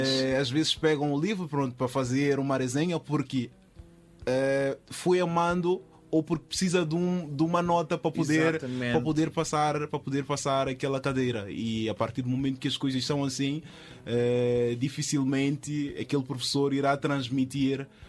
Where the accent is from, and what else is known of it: Maputo, Maputo City, Mozambique; born or raised there